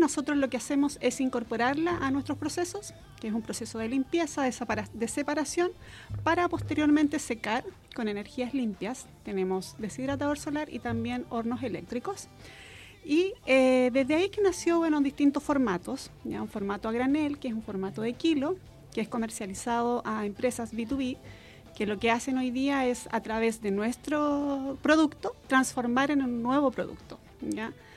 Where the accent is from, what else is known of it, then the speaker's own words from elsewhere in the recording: Chile; born there; Yo nací y fui criada en el campo.